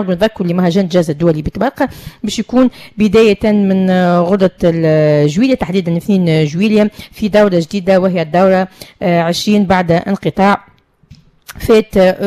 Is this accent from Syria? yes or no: no; Tunisia; عندنا في تونس